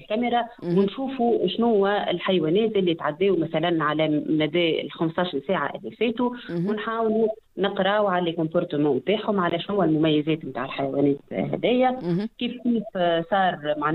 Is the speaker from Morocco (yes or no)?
no; Tunisia